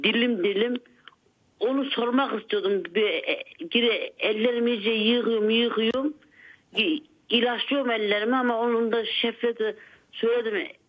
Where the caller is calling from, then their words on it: Germany; Ben Almanya'dan arıyorum.